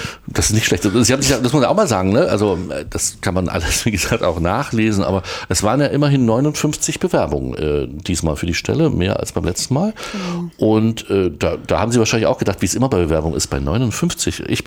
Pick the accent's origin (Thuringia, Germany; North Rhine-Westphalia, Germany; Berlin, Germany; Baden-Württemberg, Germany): Thuringia, Germany; Erfurt; Weil ich auch gebürtiger Erfurter bin.